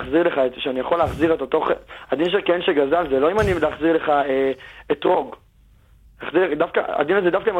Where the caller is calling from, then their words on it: Jerusalem, Jerusalem District, Israel; אני מירושלים.